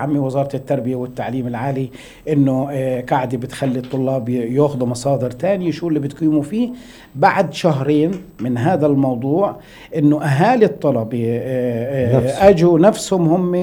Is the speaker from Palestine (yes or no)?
yes; Palestine; عندنا في فلسطين